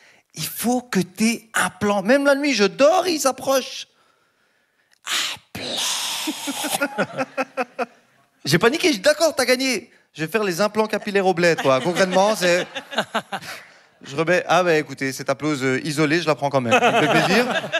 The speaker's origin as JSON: {"language": "French", "country": "Turkey", "said": "Les amis, je suis turc."}